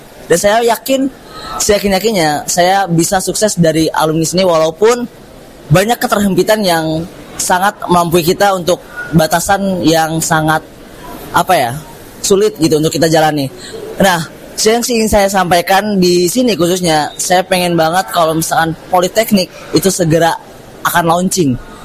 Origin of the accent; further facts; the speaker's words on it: Banten, Indonesia; Saya kebetulan dari Banten.